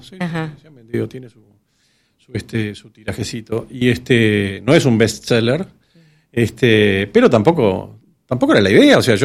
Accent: Uruguay; había como tres uruguayos, que éramos todos los uruguayos que había en Panamá, creo.

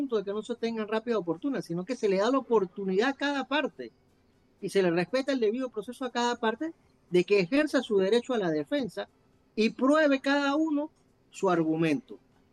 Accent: Panama; como buen panameño que somos

